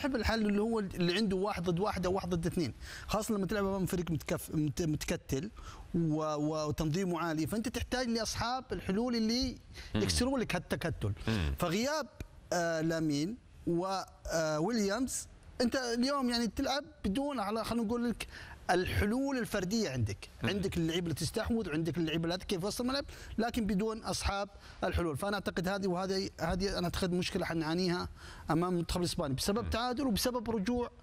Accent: Saudi Arabia; احنا كسعوديين

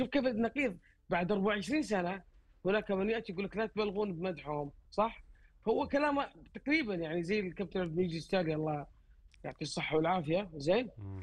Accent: Saudi Arabia

